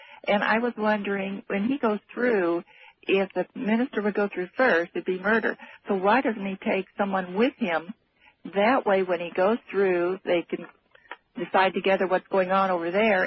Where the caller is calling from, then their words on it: Kansas City, United States; Yes, this is … from Kansas City.